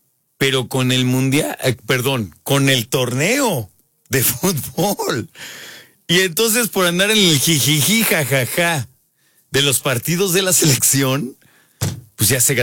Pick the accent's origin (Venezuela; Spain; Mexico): Mexico; como mexicanas y mexicanos